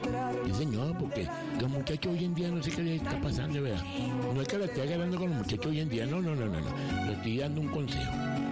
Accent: Venezuela; nosotros tenemos que mantenernos como siempre hemos sido, como buenos venezolanos. Y yo sé que somos buenos venezolanos y los buenos somos más.

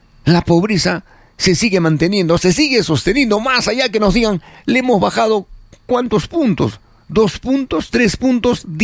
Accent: Peru; entre nosotros como peruanos

